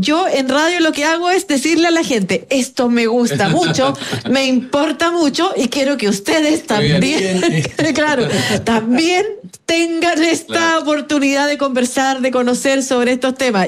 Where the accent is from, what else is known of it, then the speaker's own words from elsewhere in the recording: Chile; Buenos días, buenas tardes, como decimos aquí en Chile.